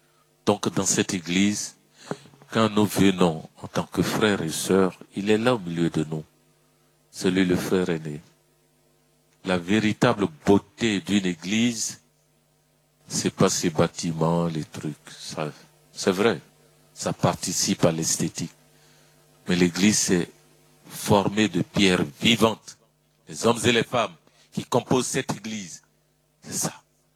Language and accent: French; Abidjan, Côte d’Ivoire; J'ai grandi à Port-Bois avec un de leurs enfants